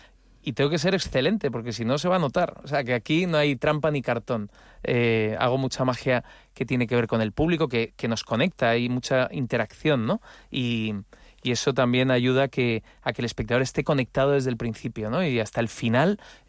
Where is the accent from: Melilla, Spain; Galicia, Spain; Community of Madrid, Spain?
Community of Madrid, Spain; Madrid; Sí, pero no soy mostoleño, es que Móstoles está como a las afueras